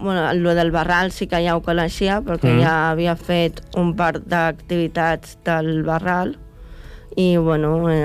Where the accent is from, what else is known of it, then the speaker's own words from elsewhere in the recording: Cunit, Catalonia, Spain; sóc de Cunit.